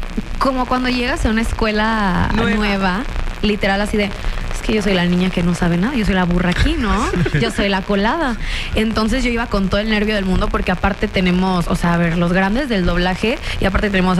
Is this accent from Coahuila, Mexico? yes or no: no; Reynosa, Tamaulipas, Mexico; also born or lived in Monterrey; De Monterrey para el mundo, sí. No, pero a ver, todos piensan en que soy también de Tamaulipas porque me crié en frontera.